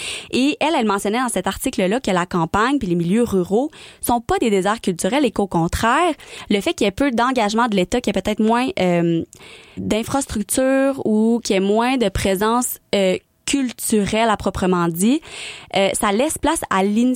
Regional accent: Trois-Rivières, Quebec, Canada; moved away as an adult; now in Montreal, Canada; moi, je viens de Trois-Rivières.

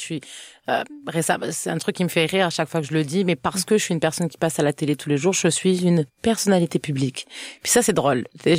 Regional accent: France; now in Canada; je suis une Française qui parle du Québec à la télé

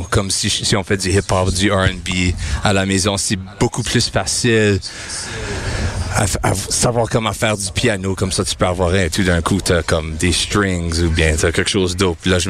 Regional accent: Winnipeg, Manitoba, Canada; C'est ça qu'on est des Winnipegois.

